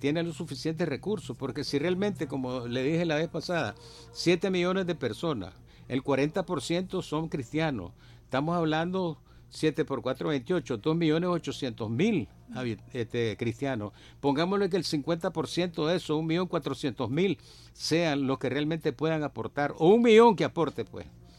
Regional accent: Nicaragua; nosotros como nicaragüenses

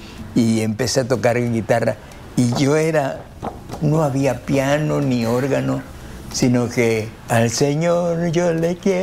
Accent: Mayo region, Mexico; Allá en el área donde vivían los indios mayos, de donde yo vengo

